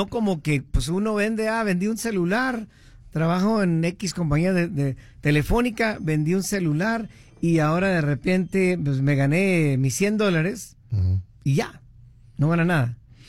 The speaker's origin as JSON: {"language": "Spanish", "town": "Huntington Park", "region": "California", "country": "United States", "tie": "born or raised there", "also_born_or_lived": "East Los Angeles", "lives_now": "Las Vegas, United States", "said": "Yo soy de por allá, nomás para que sepan. Nací en el este de Los Ángeles, pero crecí en Huntington Park."}